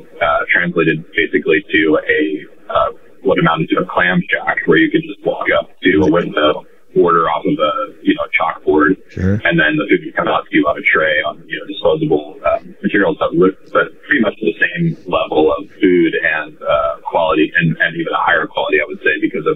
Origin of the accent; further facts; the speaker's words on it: Oregon, United States; also born or lived in Ashland, Oregon / Cloverdale, Oregon (Oregon coast); now in Portland, United States; I was born in Ashland and raised in Southern Oregon. My dad's a logger. My grandfather and my dad are both loggers, and they own a company. So I moved around a little bit around Oregon as a kid